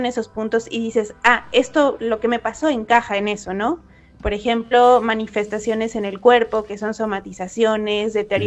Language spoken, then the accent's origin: Spanish; Mexico; now in Buenos Aires, Argentina; soy mexicana, soy locutora, me recibí el año pasado aquí en Buenos Aires como locutora nacional